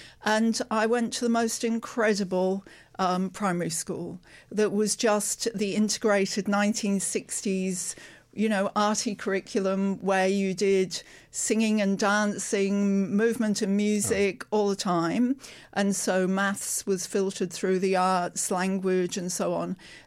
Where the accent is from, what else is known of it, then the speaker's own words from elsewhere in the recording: Durham, North East England, United Kingdom; moved away; I'm originally from Durham